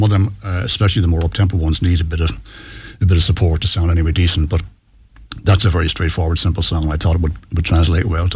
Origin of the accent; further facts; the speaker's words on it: Galway, Connacht, Ireland; moved away as an adult; now in Kilcolgan, Ireland; I'm from Salthill originally, yeah, Salthill boy, John, and couldn't afford to live there now. My mum still lives there, and I'm out in Kilcolgan off for the last 20 odd years. Like it out there. It's the rural suburbs, as I call it.